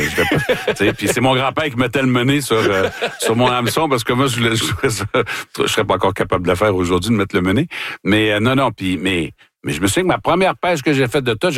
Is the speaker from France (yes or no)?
no; Sorel, Quebec, Canada; Oui, parce que moi, j'ai grandi à Sorel.